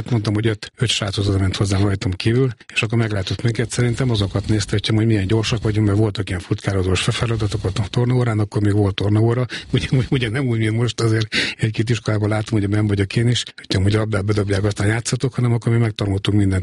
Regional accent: Miskolc, Borsod-Abaúj-Zemplén, Hungary; born there; Miskolcon születtem 1965-ben

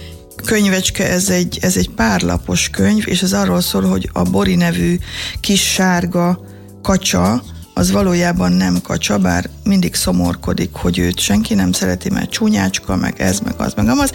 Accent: Kazincbarcika, Borsod-Abaúj-Zemplén, Hungary; Kazincbarcikán nőttem föl, három ház vett körbe egy ilyen játszóteret, udvart

